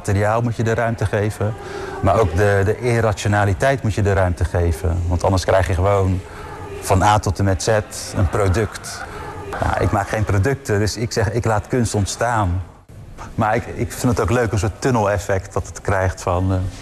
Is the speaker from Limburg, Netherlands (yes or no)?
no; Vlaardingen, South Holland, Netherlands; Ik als kunstenaar ben wel Vlaardinger